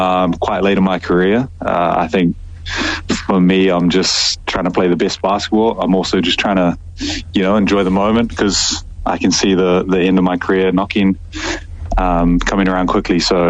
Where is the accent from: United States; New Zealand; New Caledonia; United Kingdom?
New Zealand; Auckland; But growing up in Auckland, I was always wanted to play rugby, and rugby was my first love